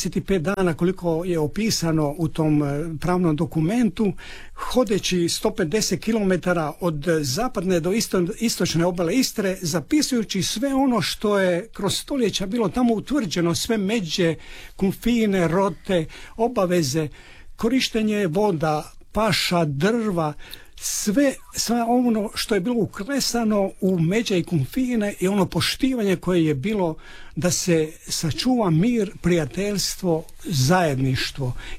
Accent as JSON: {"language": "Croatian", "town": "Rapavel", "region": "Istria County", "country": "Croatia", "tie": "born there", "moved": "yes", "lives_now": "Poreč, Croatia", "said": "Ja rođen sam u Rapavelu i uvijek se vraćam u Rapavelu, ali sa obitelji živim u Poreču već 38 godina, će biti 37 godina, ali uvijek se vraćam u uži zavičaj"}